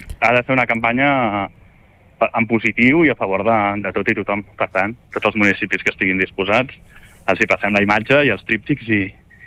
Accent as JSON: {"language": "Catalan", "town": "Lloret de Mar", "region": "Catalonia", "country": "Spain", "tie": "born or raised there", "said": "vaig créixer a Lloret de Mar"}